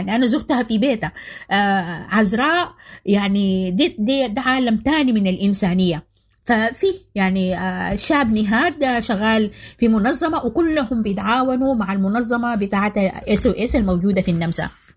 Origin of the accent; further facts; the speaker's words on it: Sudan; وكنت أنا يعني سودانية ناشطة ومعروفة بمواقفي الواضحة ضد سياسة الاتحاد الأوروبي.